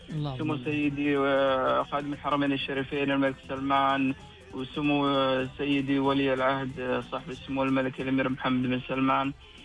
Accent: Saudi Arabia; نشاهدها الآن كسعوديين عندنا كمجتمعنا، واعتزازنا بوطننا

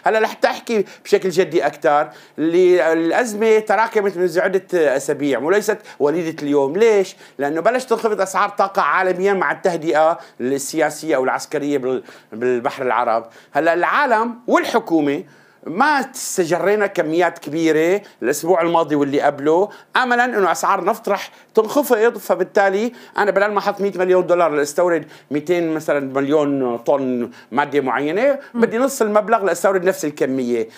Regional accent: Syria; عندنا بسوريا

